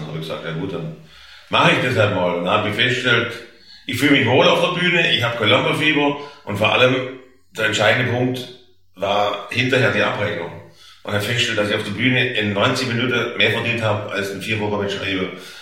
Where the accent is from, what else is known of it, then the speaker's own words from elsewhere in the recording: Stuttgart, Baden-Württemberg, Germany; accent: Swabian; ja, ich komme aus Stuttgart, spreche aber Oxford-Schwäbisch und haben wir schon mal einen Lacher.